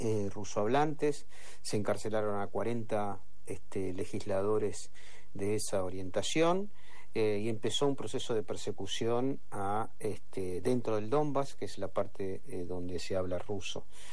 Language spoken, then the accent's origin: Spanish; Argentina; decimos nosotros aquí en Argentina